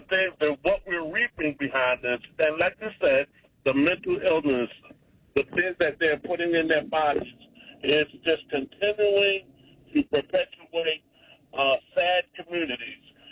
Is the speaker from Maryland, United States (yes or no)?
yes; Baltimore, Maryland, United States; I grew up in West Baltimore. I grew up where the corner stores were selling drug paraphernalia, vials, caps, plastic bags, everything to do your trade.